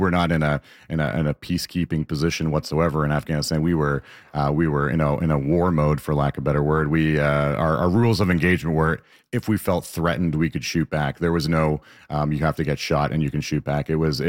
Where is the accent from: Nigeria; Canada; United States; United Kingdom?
United Kingdom; London; because it's very difficult to go from being a Londoner and then going into an active combat zone like that.